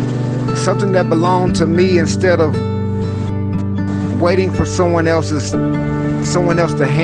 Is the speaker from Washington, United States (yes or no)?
no; Tennessee, United States; moved away as an adult; I left my hometown in Tennessee in my mid-20s to build a different life.